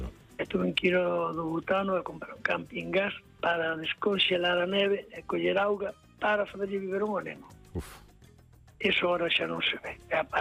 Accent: Santiago de Compostela, Galicia, Spain; eu criei-me en Santiago, meu padre foi a meu de Coruña a traballar ao Hospital Provincial, o vello de Santiago, cando se inaugurou, traballaba ali, eu nací ali, meu pai traballaba ali, tuve en contacto ali con todo o mundo, bueno, criei-me ali

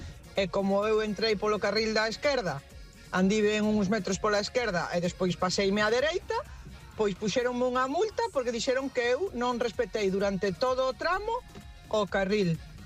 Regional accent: Gondomar, Galicia, Spain

